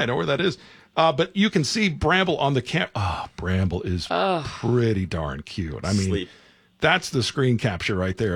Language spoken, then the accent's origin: English; Florida, United States; I'm from Florida.